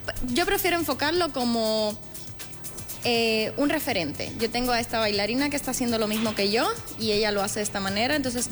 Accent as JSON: {"language": "Spanish", "country": "Cuba", "moved": "as an adult", "lives_now": "Mexico", "said": "Pues, salí de Cuba, pues la decisión que me impulsó, se sabe, económica y política. Cuba lleva años en crisis, en decadencia, y yo sabía que yo pues allí no quería vivir."}